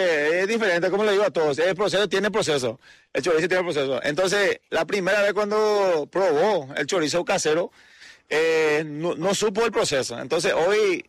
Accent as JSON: {"language": "Spanish", "country": "Paraguay", "said": "si no sufrimos, no somos paraguayos"}